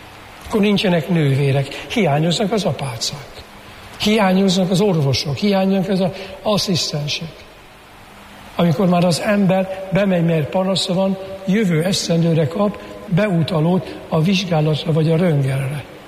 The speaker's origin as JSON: {"language": "Hungarian", "country": "Hungary", "said": "Még azt mondom, és magyar, hát az vagyok, magyar vagyok."}